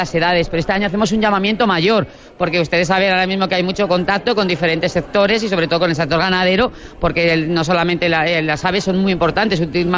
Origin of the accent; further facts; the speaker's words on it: El Burgo de Osma, Castile and León, Spain; como yo soy del Burgo de Josma